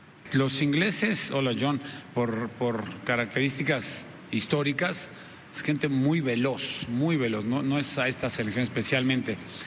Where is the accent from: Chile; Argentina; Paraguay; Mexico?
Mexico; somos 11 mexicanos que tenemos que hacer gol allá y que no te hagan gol aquí.